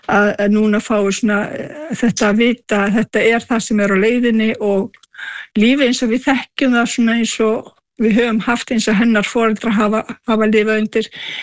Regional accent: Kujalleq, Greenland; við sem ég kem frá Suðurgrænlandi, unnið mörg sumur í Nassasvak

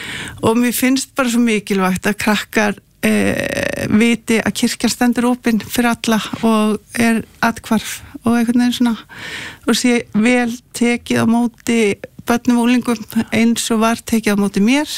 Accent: Reykjavík, Capital Region, Iceland; Ég alinn upp í Reykjavík, en ég kerði með fullan bílanunum upp Laugaveginn.

